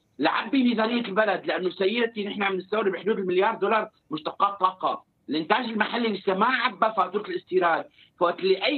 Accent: Syria; انا كمفاوض سوري انا وانت ومين ما كان بالوفد بدي راعي المصالح العليا

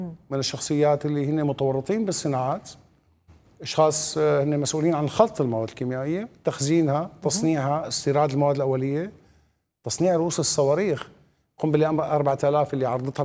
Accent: Syria; ما في اتفاقية بين هذه الدولة وبيننا نحن كسوريين.

